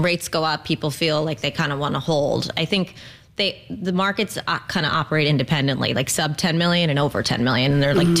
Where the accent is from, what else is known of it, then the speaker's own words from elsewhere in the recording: New York, United States; now in Florida; I love New York. I grew up in New York, and I want New York to be great.